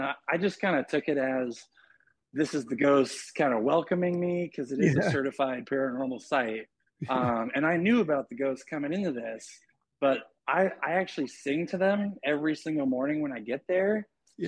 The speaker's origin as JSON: {"language": "English", "town": "Chehalis", "region": "Washington", "country": "United States", "tie": "born or raised there", "said": "I just moved back to Washington. I am a Washington native, born and raised in Chehalis"}